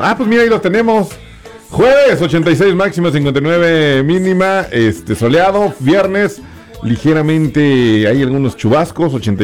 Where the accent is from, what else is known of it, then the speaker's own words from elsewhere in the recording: Ahumada, Chihuahua, Mexico; Yo soy de Ahumada